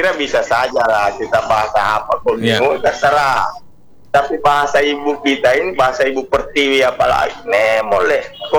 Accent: Bone, South Sulawesi, Indonesia; born there; saya lahir di Bone, Pak, tapi besar di daerah di rantau.

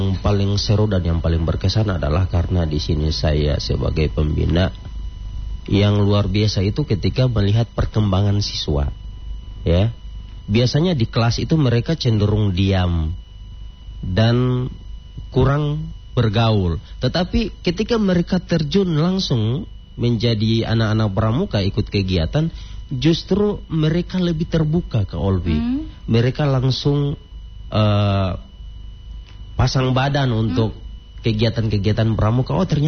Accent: Gorontalo, Indonesia; also born or lived in Kwandang; now in Tahuna, Indonesia; saya berasal dari Gorontalo juga, tepatnya di Desa Mulangga, Kecamatan Tolinggola, dan saya juga biasa aktif di Kuandang

